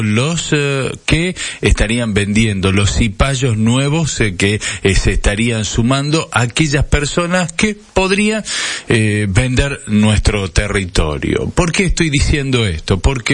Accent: Argentina; como persona que vive como argentino

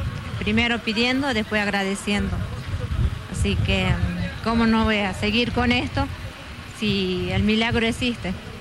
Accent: Tartagal, Salta, Argentina; yo soy nativa de Tartagal

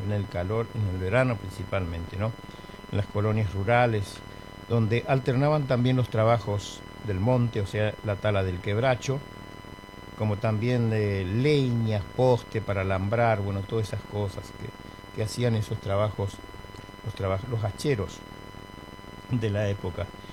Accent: Presidencia de la Plaza, Chaco, Argentina; en 15 kilómetros de mi pueblo, Presidencia de la Plaza.

